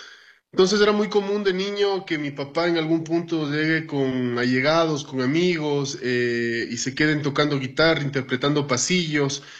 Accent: Quito, Pichincha, Ecuador; yo soy quiteño de descendencia lojana

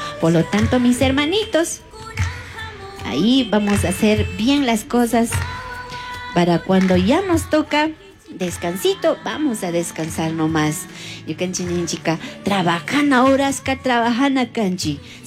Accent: Riobamba, Chimborazo, Ecuador; Nosotros somos de Ecuador, provincia de Chimborazo, Cantón Riobamba.

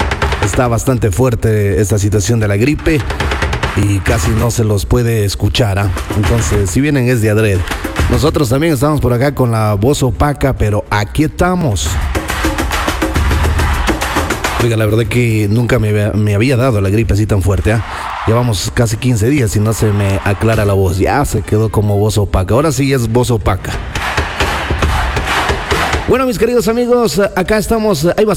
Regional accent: Ecuador; una buena noticia para nosotros como ecuatorianos

